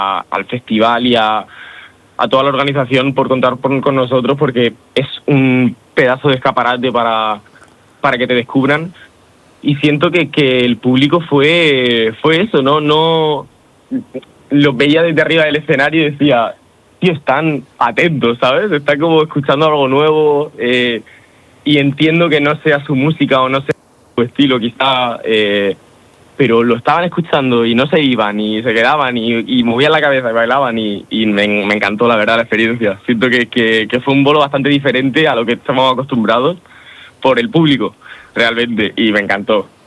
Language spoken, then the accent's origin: Spanish; Region of Murcia, Spain; la gente no sabe que soy de Murcia